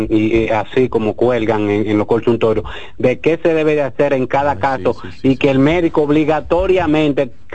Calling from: Santo Domingo Este, Santo Domingo, Dominican Republic; Todo bien, desde Santo Domingo Este.

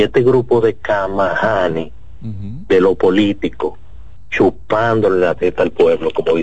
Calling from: Santo Domingo, Dominican Republic; de aquí, de la capital.

